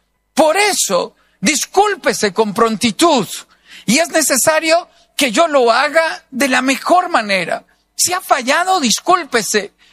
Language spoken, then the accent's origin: Spanish; Costa Rica; Y en algún momento fuimos a Nicaragua, somos de Costa Rica, y fuimos a Nicaragua a buscar a su mamá